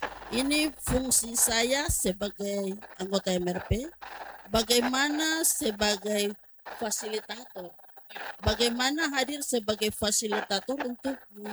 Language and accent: Indonesian; West Papua, Indonesia; melihat sejauh mana hak dasar orang asli Papua, secara khusus kami suku Dore.